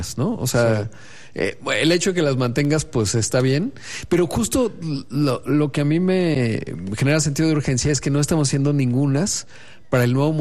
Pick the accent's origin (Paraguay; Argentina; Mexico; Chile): Mexico